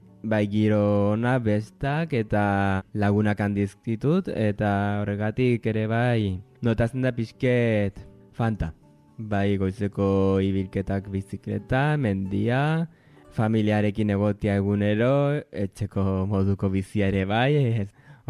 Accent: Elizondo, Navarre, Spain; also born or lived in Mexico; Elizondokoa naiz, 28 urte ditut. Elizondotik gero pastu nintzen Iruñarat, eta Iruñatik Kanborat, eta bukatut Urketan.

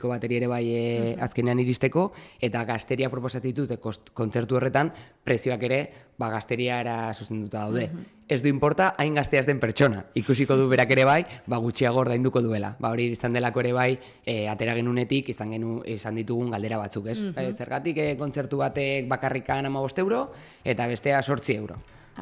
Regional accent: Irun, Basque Country, Spain; Hau begira, ba ni Irundarra naiz, orain dela 10 urte, ostras, ba ez du ezagutzen

